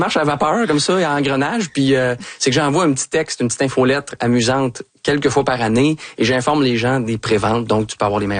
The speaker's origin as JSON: {"language": "French", "town": "Brossard", "region": "Quebec", "country": "Canada", "tie": "born or raised there", "said": "J'ai grandi donc tout près, du 10-30. À l'époque, c'était un champ de patates."}